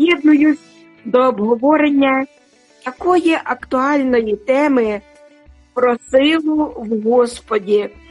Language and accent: Ukrainian; Sumy Oblast, Ukraine; now in Denmark; з Данії. Користуючись нагодою, я передаю привіт на мою рідну Сумщину, моїй рідній церкві Різдва.